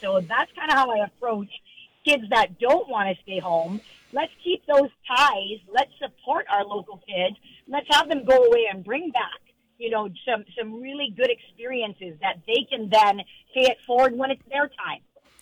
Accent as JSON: {"language": "English", "town": "Pearl City", "region": "Hawaii", "country": "United States", "tie": "born or raised there", "said": "I believe that as a local girl myself, you know, growing up in Pearl City, knowing the struggles of trying to get exposure"}